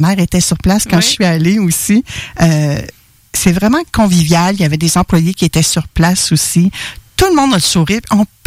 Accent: Quebec, Canada; en tant que Québécois

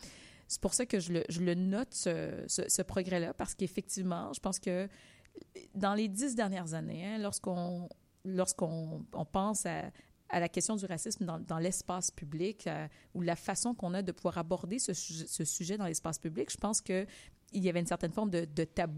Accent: Quebec, Canada; Nous sommes Québécois maintenant depuis quelques générations, donc nous voulons aussi l'occuper, cet espace public-là.

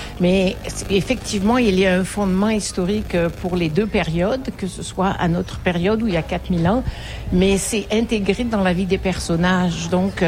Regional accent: Cannes, Provence-Alpes-Côte d'Azur, France; now in Quebec, Canada; Je suis originaire de Cannes

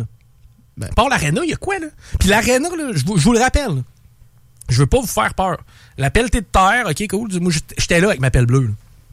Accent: Quebec City, Quebec, Canada; moi, mon frère reste à Val-Belair. J'ai grandi à Val-Belair.

